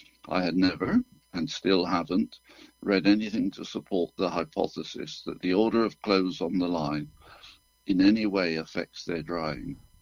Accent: United Kingdom; moved away as an adult; now in Canada; You can tell from my accent, I'm not yet a Newfoundlander. I was born in the UK and lived there for 40 years before I came over here.

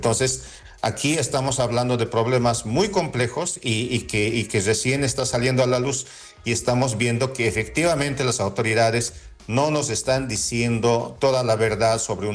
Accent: Bolivia; como país, como bolivianos

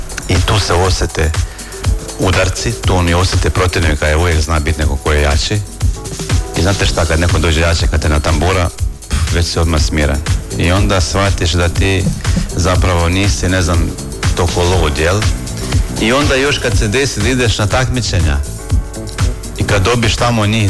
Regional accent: Croatia; kod nas u Hrvatskoj

